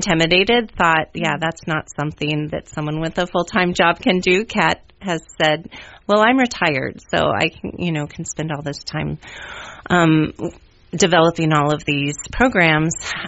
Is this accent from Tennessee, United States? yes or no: yes; Chattanooga, Tennessee, United States; moved away as an adult; also born or lived in New York / The Gambia / Montana / Arizona; now in Ripon, United States; So I grew up in Tennessee, and then I went to a small private liberal arts college in New York, and then I was in the Peace Corps in West Africa in a tiny little country called the Gambia.